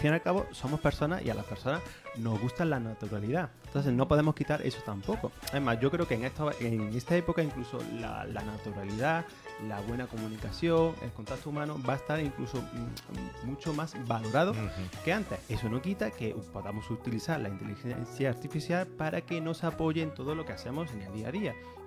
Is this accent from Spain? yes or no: yes; Spain